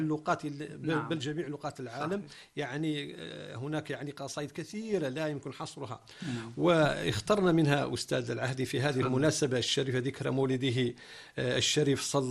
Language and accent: Arabic; Morocco